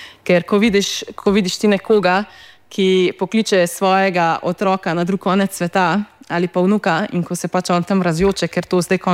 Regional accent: Southeast Slovenia, Slovenia; sama prihajam iz Dolenjske, iz neke vasice, kjer v bistvu nimamo priložnosti do tega digitalnega opismenjevanja

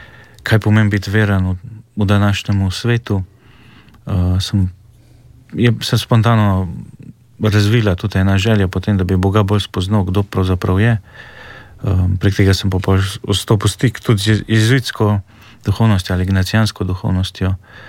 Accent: Ljubljana, Central Slovenia, Slovenia; Rojen sem davnega leta 1988. Tako da odraščal sem v Ljubljani, ja, v župni Ljubljana Dravlje, kot prvi od štirih otrok.

